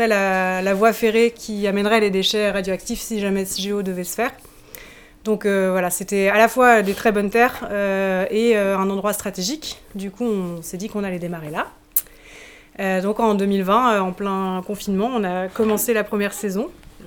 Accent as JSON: {"language": "French", "region": "Grand Est", "country": "France", "also_born_or_lived": "Germany", "moved": "as an adult", "said": "je viens de Lorraine, mais je ne connaissais pas Bure avant d'avoir été en Allemagne. Donc je suis revenue m'installer là-bas en 2019."}